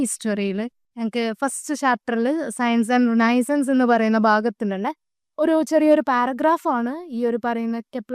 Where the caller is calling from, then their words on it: Beypore, Kerala, India; ഞാൻ ബേപ്പൂരിൽ നിന്നാണ് വിളിക്കുന്നത്.